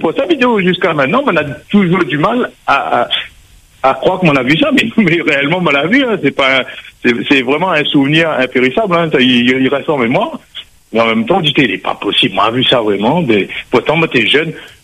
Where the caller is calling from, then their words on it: Réunion; de la Plaine des Caves.